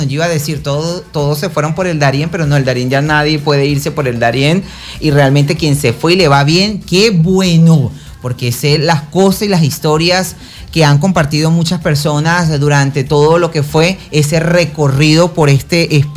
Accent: Venezuela

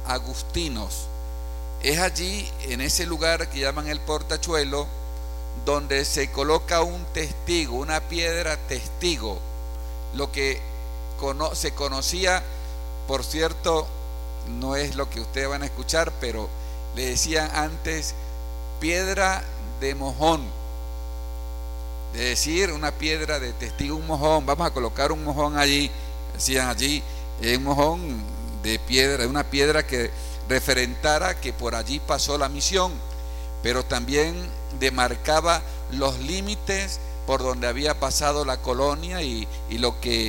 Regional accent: La Azulita, Mérida, Venezuela; moved away; porque la Zulita, mi pueblo, es un pueblo netamente nuevo, a finales del siglo XIX

